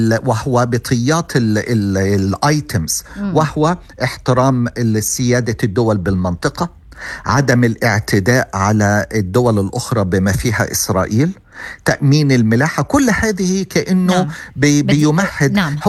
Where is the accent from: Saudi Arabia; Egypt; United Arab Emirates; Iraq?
Egypt; أنا كمصري شو خصني بإسرائيل وشو خصني بالفلسطينيين؟